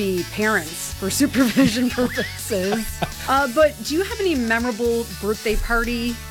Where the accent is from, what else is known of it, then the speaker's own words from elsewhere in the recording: Chatham, Ontario, Canada; Because growing up in Chatham, that was the place to have your birthday party, was the caboose in the parking lot at McDonald's.